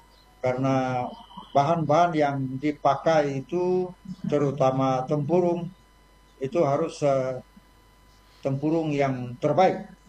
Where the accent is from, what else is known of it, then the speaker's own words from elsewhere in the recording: North Sulawesi, Indonesia; leluhur kita, orang Kolomongodo